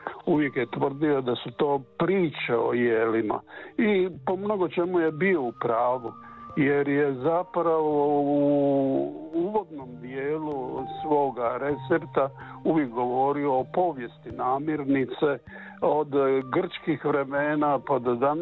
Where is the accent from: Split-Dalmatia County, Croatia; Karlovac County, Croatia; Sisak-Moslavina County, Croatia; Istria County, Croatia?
Split-Dalmatia County, Croatia; Split; also born or lived in Makarska Riviera; ja sam pak vrlo rano otišao iz Makarskog primorja gdje sam rođen, preselio se u Split i odrastao u Splitu.